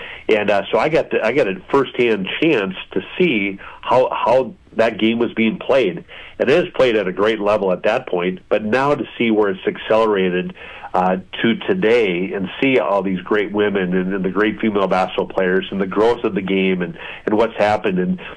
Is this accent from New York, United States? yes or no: no; Lake City, Minnesota, United States; Yeah, so I'm from Lake City, Minnesota, so down about 70 miles southeast of Minnesota, or of Minneapolis, I should say.